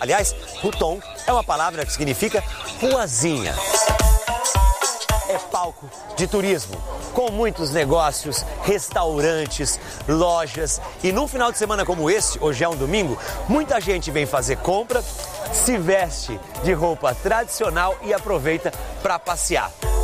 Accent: Brazil; A Isa falou pra ele que eu sou brasileiro.

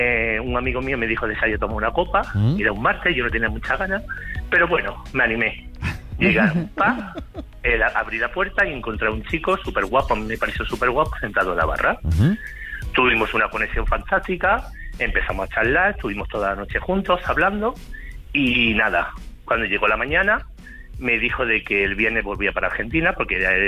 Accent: Andalusia, Spain; él es más de 40 clases de Pinedo y yo soy de Andalucía.

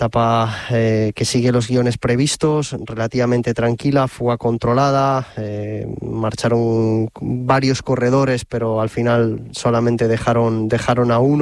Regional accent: Oviedo, Asturias, Spain; born there; Nací en Oviedo, pero sí del Sporting.

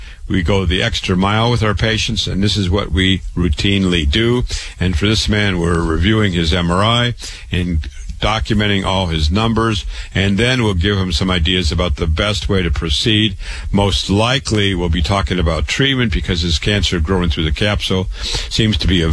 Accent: Waterloo, Iowa, United States; now in New York, United States; I was born and raised in Waterloo, Iowa. I went to public school, university, MD, real MD, medical doctor at age 25

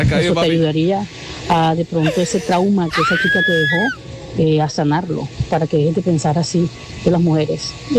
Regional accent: Canada

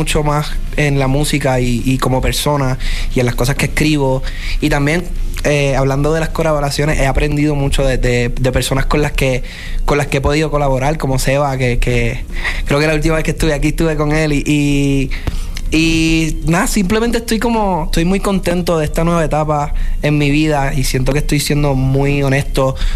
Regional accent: Carolina, Puerto Rico; siempre está ese ADN de boricua y ese flow de que soy de Carolina, ¿me entiendes?

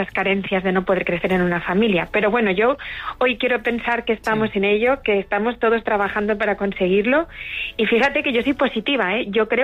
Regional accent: Valencian Community, Spain

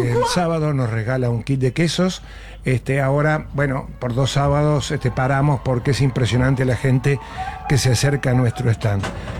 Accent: Concordia, Entre Ríos, Argentina; Ah, yo soy de allá de Concordia.

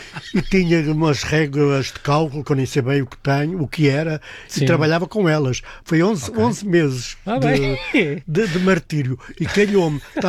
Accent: Lisbon, Portugal; Sou alfacinha de gema, porque nasci cá e porque gosto muito de Lisboa e gosto muito de cá viver.

